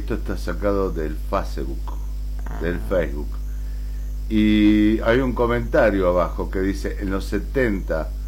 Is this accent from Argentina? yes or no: yes; Mar del Plata, Buenos Aires Province, Argentina; born there; yo nací en Mar del Plata